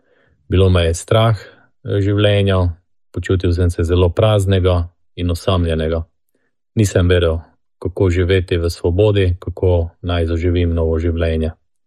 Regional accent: Prekmurje, Slovenia; now in Maribor, Slovenia; z družino živimo v Mariboru, odraščal sem pa v Prekmurju, v precej konfliktni družini

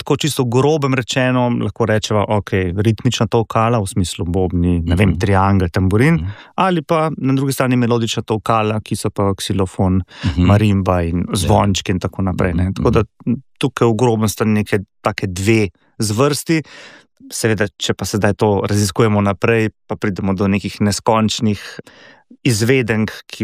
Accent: Škofja Loka, Upper Carniola, Slovenia; Bobne je deleč od tega, ker dejansko pač prihajam iz Škofje Loke in tam ni bilo, ne, pač ni bilo ne učitelja, ni bilo sploh predmeta tolkala ali pa bobni.

